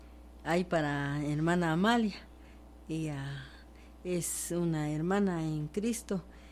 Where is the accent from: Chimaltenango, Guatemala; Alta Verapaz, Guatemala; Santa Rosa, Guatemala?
Chimaltenango, Guatemala; Patzicía; yo soy de Patzicía.